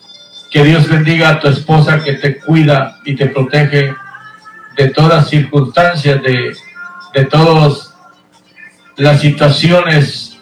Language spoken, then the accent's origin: Spanish; Guatemala; moved away; Guatemala, mi tierra natal.